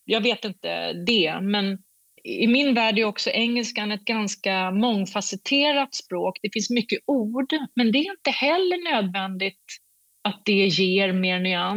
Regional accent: Sweden; Jag är en svensk kvinna.

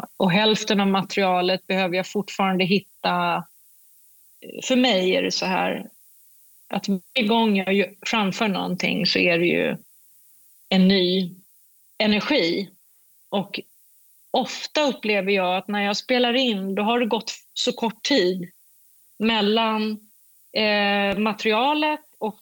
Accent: United Kingdom; Swedish is a second language; now in Sweden; Jag kommer från Storbritannien och jag vet hur jag ska säga saker...

